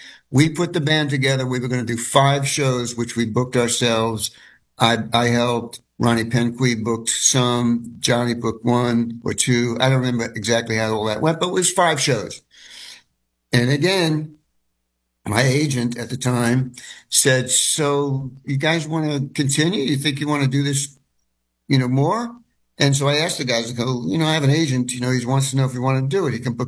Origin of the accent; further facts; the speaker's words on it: Long Island, New York, United States; moved away as an adult; also born or lived in San Francisco; when I was growing up on Long Island here in New York